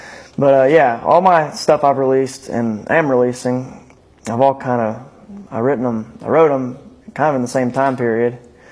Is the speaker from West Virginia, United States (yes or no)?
yes; Winfield, West Virginia, United States; I grew up in Winfield, West Virginia, obviously, but I went to school at Winfield.